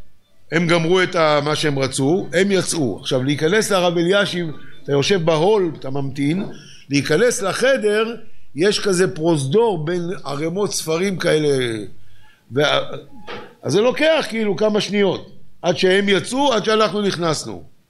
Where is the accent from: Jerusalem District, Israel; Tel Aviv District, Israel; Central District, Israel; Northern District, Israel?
Tel Aviv District, Israel; Bnei Brak; אני בני ברקי